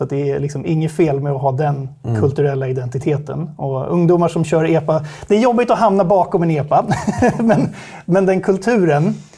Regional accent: Stockholm, Stockholm County, Sweden; Jag kommer från Stockholm. Akademiker bakgrund. Jag är jurist från början.

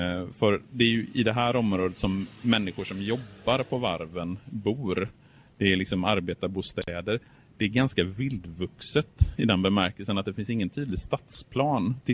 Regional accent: Borås, Västra Götaland County, Sweden; now in Gothenburg, Sweden; som inflyttad göteborgare, uppvuxen i Borås

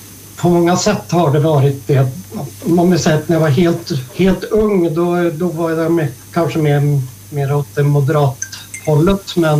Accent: Strömstad, Västra Götaland County, Sweden; jag kommer från Strömstad och har varit regionpolitiker nu i 12 år.

